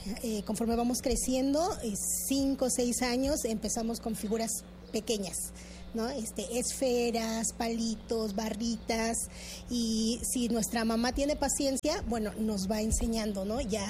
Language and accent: Spanish; Santa María Atzompa, Oaxaca, Mexico; tengo 43 años de edad y soy originaria de Santa María Atzompa, soy alfarera.